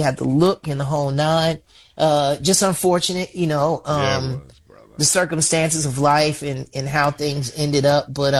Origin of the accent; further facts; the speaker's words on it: Chicago, Illinois, United States; And also the support that I get from my fans and particularly my hometown of Chicago.